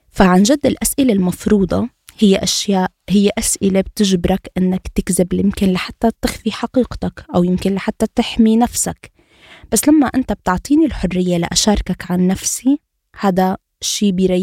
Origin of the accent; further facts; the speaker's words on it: Aleppo, Aleppo Governorate, Syria; إذا سأل من وين أنت وقلت من سوريا، بيرجع بيقول من وين من سوريا، وإذا قلت من حلب